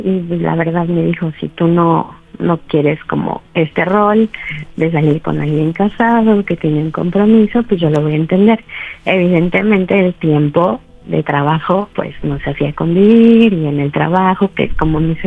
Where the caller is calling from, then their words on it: Guadalajara, Jalisco, Mexico; 34 años y soy de Guadalajara